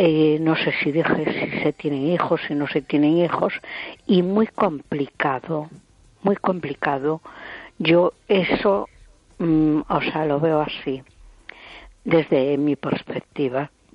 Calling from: A Coruña, Galicia, Spain; de Coruña.

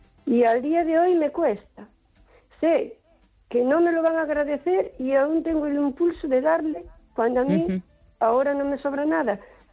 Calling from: O Carballiño, Galicia, Spain; de Carballiño.

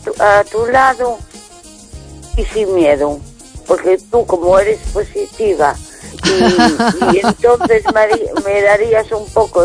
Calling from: A Coruña, Galicia, Spain; de Coruña.

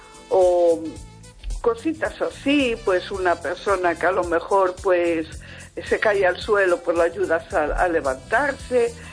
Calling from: Vigo, Galicia, Spain; de Vigo, gracias.

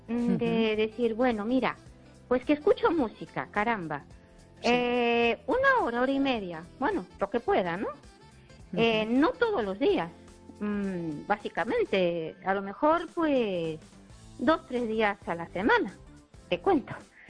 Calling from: Ourense, Galicia, Spain; de Orense.

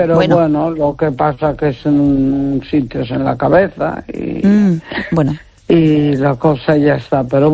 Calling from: Neda, Galicia, Spain; Hola, buenas noches, Esther.

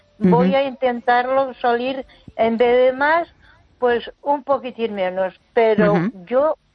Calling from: Ponferrada, Castile and León, Spain; Buenas noches, Esther … de Ponferrada.

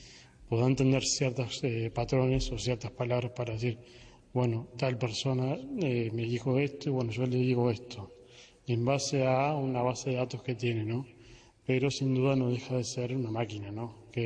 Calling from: Montevideo, Uruguay; vivo en Montevideo, estudio en la Facultad de Comunicación

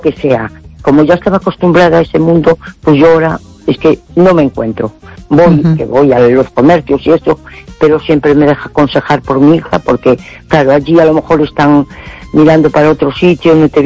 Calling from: A Coruña, Galicia, Spain; de Coruña.

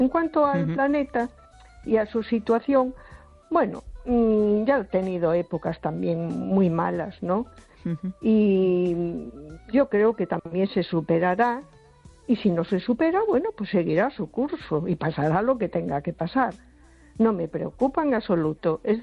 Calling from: A Coruña, Galicia, Spain; Hola, buenas noches. Soy … de Coruña.

